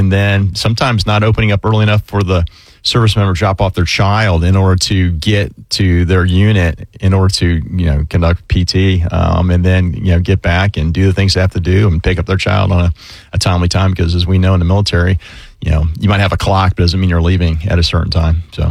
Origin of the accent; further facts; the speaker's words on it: Orange Park, Florida, United States; But I grew up in Orange Park. You know, I moved here when I was three, and, you know, I went to Orange Park High